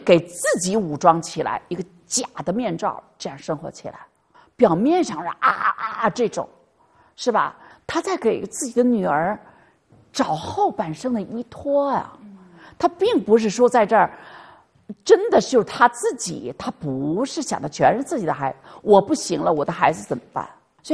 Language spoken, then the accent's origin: Chinese; Beijing, China; 我北京人啊，我就根本不会说，